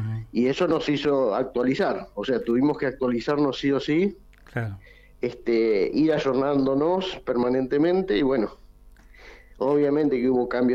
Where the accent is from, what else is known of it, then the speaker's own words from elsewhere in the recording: Buenos Aires, Argentina; born there; moved away; Yo nací en Capital, en Capital Federal. Y me vine acá en el año 86, así que mirá, se cumplen 40 años.